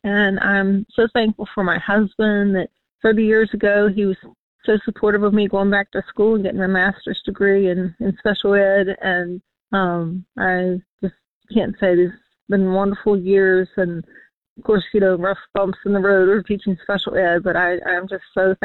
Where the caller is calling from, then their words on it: Stanton, United States; from Stanton.